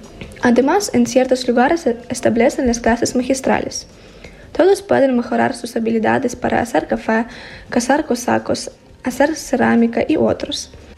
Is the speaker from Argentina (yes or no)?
no; Ukraine; Spanish is a second language; Buenos días … somos de Ucrania y hoy vamos a contaros de una ciudad maravillosa de Ucrania.